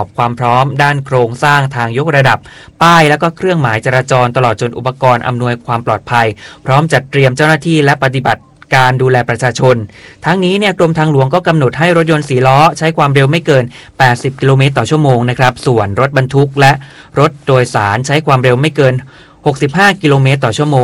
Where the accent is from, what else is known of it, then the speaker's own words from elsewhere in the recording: Surat Thani, Thailand; อยู่แบบใต้ตอนต้นนะสุราษฎร์